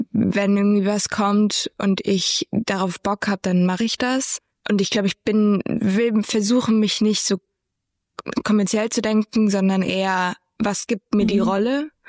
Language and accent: German; Germany; ich bin aus Deutschland